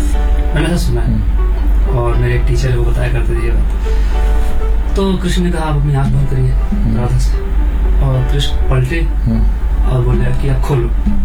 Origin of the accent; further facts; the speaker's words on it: Lucknow, Uttar Pradesh, India; मैं लखनऊ से हूँ, तो मेरी उर्दू थोड़ी अच्छी ग्रिप है उर्दू पे